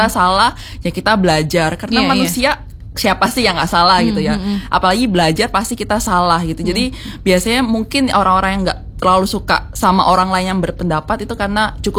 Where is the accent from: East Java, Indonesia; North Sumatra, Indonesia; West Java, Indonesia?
East Java, Indonesia; Sidoarjo; Misalnya ada perwakilan dari Lampung, ada yang dari Jayapura, ada yang dari Pontianak, dari Jogja, dan aku sendiri dari Sidoarjo gitu.